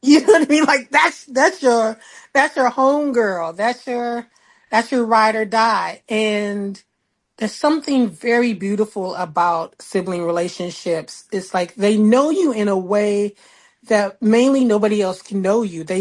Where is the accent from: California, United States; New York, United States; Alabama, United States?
California, United States; Marina; we grew up in Marina, so it was pretty conservative.